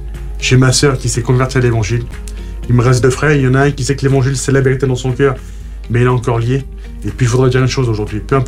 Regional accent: Algeria; parce que je suis algérien, donc j'étais musulman.

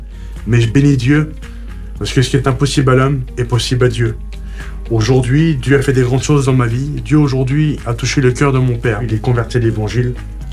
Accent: Algeria; J'ai commencé à pratiquer ma religion islamique, le Coran, l'islam, parce que je suis algérien, donc j'étais musulman.

